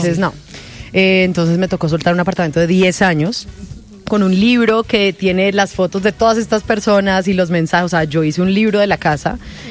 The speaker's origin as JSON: {"language": "Spanish", "town": "Cali", "region": "Valle del Cauca", "country": "Colombia", "said": "No, yo soy caleña."}